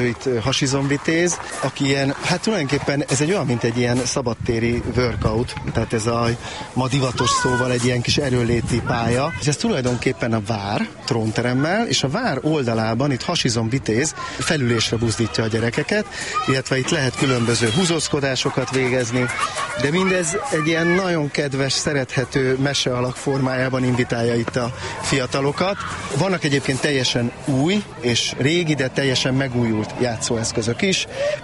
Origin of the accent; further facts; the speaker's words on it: Budapest, Hungary; Egyébként én itt nőttem fel a második kerületben